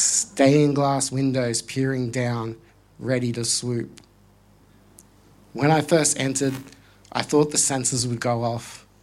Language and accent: English; New South Wales, Australia; My family is originally from Mudgee, New South Wales, but I grew up on Darkinjung country on the New South Wales Central Coast.